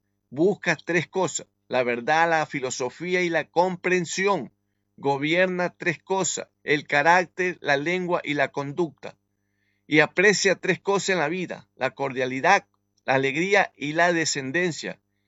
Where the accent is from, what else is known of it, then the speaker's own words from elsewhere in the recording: Ecuador; Yo como católico, como ecuatoriano, que vengo de la mitad del mundo, de esa alta montaña de la Amazonía. Créanme, lo que yo no nací en cuna de oro. Yo vengo de las montañas, yo me conozco lo que es el campo.